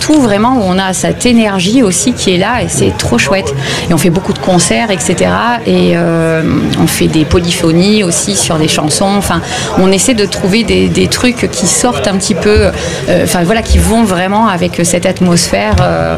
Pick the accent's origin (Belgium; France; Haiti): France; Avignon, Provence-Alpes-Côte d'Azur; parce que moi je suis d'Avignon en fait, et j'ai été chez Gélas pendant quelques années au Chêne Noir, où j'ai fait du théâtre là-bas.